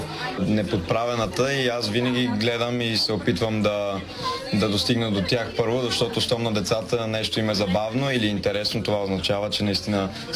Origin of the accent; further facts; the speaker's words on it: Sofia, Sofia City, Bulgaria; От София.